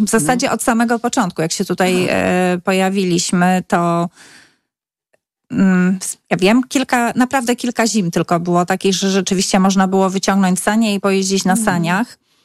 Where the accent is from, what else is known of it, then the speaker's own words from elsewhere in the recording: Subcarpathian Voivodeship, Poland; moved away as an adult; now in Podlaskie, Poland; Tak, przyjechałam z Podkarpacia w 2006 roku.